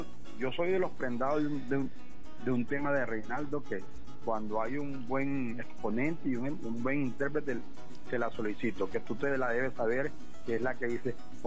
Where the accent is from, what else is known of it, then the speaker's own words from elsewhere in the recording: Altamira de Cáceres, Barinas, Venezuela; la primera capital que tuvo el estado Barina, mi tierra natal, como lo fue Altamira de Cáceres.